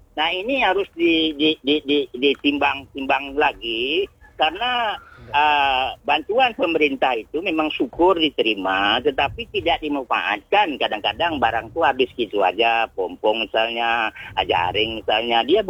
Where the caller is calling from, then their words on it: Tanjung Pinang, Riau Islands, Indonesia; di Kota Tanjung Pinang ini lautnya kecil, nelayannya sedikit.